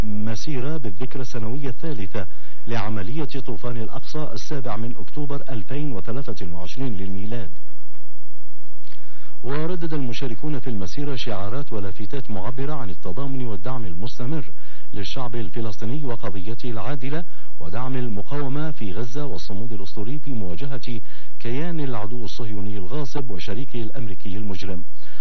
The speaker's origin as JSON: {"language": "Arabic", "country": "Yemen", "said": "على بلادنا اليمن"}